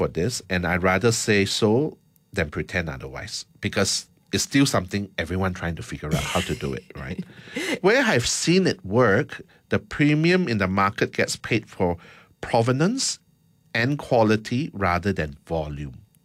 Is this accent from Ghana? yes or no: no; Malaysia